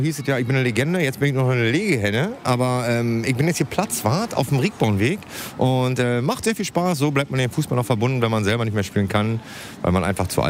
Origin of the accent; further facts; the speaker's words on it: Hamburg, Germany; da sind wir alle Hamburger noch